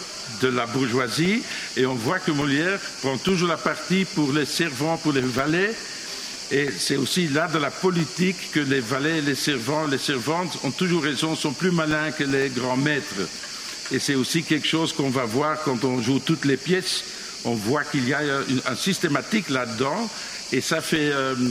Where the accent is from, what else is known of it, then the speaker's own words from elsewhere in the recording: Flanders, Belgium; French is a second language; nous sommes des Flamands. En fait, on a appris le français à l'école, mais on a vraiment appris le français en jouant Molière.